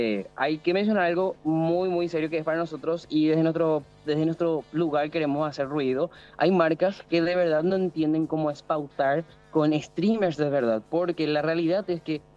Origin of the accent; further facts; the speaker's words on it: Paraguay; somos streamers de Paraguay